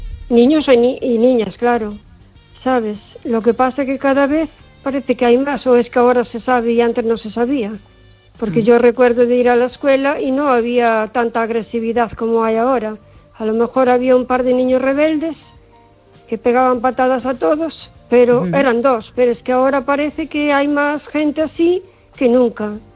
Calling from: O Carballiño, Galicia, Spain; de Carballiño.

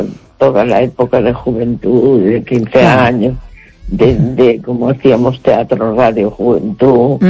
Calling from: A Coruña, Galicia, Spain; de la Coruña.

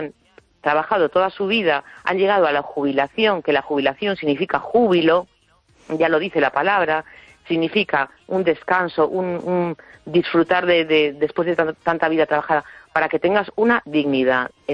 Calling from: A Coruña, Galicia, Spain; de La Coruña.

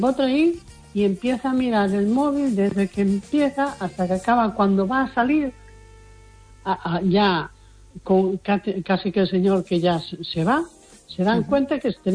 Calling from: A Coruña, Galicia, Spain; de la Coruña.

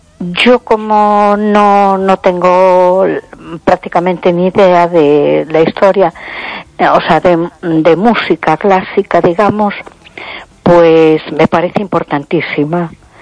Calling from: A Coruña, Galicia, Spain; de Coruña.

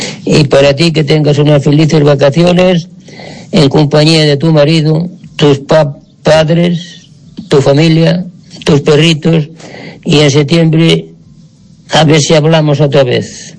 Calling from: Galicia, Spain; de Oburgo.

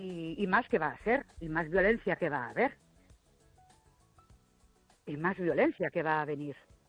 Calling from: Ourense, Galicia, Spain; Buenas noches … de Ourense.

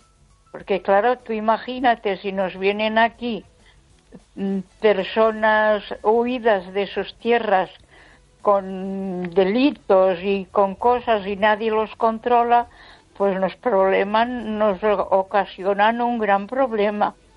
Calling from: Ponferrada, Castile and León, Spain; de Ponferrada.

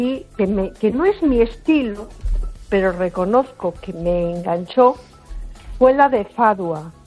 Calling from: A Coruña, Galicia, Spain; Hola, buenas noches. Soy … de Coruña.

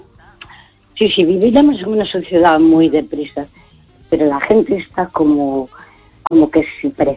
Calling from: Santiago de Compostela, Galicia, Spain; de Santiago, bien, gracias.

